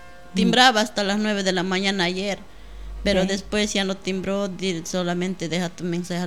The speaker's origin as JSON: {"language": "Spanish", "region": "Junín", "country": "Peru", "tie": "born or raised there", "said": "Somos natural de Betania, de Río Tambo"}